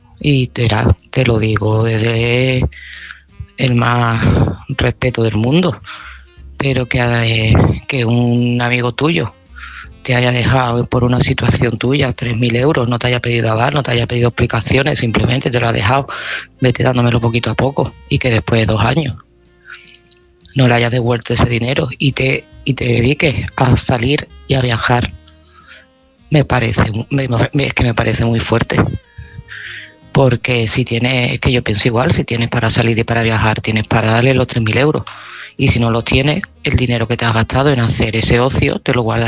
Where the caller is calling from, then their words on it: Seville, Andalusia, Spain; de Sevilla y este mensaje va para Antonio.